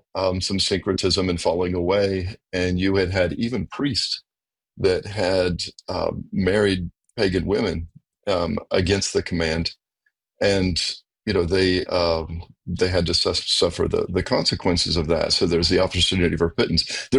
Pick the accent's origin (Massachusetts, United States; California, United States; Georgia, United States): Georgia, United States; I pronounce things wrong because I'm from Georgia